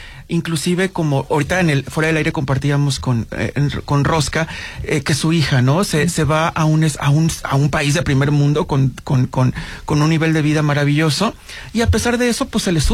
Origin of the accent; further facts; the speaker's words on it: southern Mexico, Mexico; moved away; personas que somos chaparritos, morenitos, bla bla, cuando llenamos ciertas características físicas que se le connotan mucho al